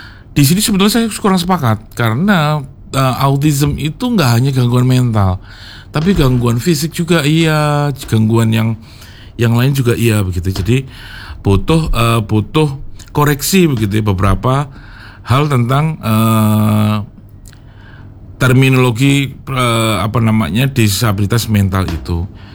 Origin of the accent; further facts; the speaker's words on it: North Kalimantan, Indonesia; saya dari Kalimantan Utara Mbak, jadi dari pinggiran, dari perbatasan di Indonesia yang berbatasan d